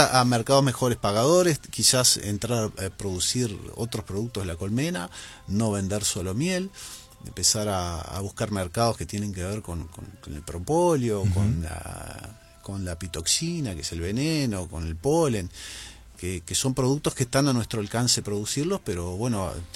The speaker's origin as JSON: {"language": "Spanish", "country": "Uruguay", "said": "los costos que tenemos en Uruguay"}